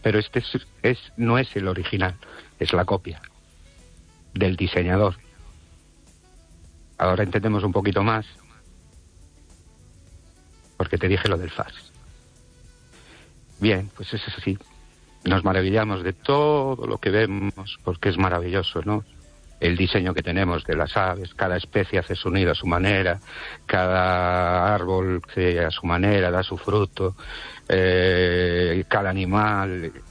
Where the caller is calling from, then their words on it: Brens, Galicia, Spain; Buenas noches, Estéreo Oyente … de Brens.